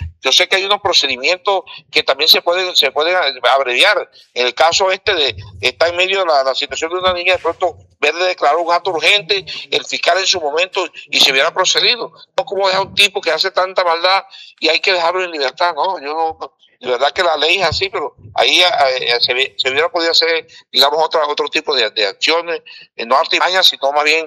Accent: Villanueva, La Guajira, Colombia; nosotros prácticamente somos de Villanueva también.

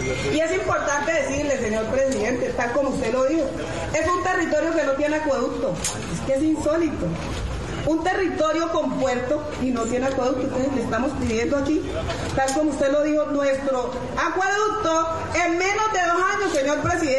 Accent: Buenaventura, Valle del Cauca, Colombia

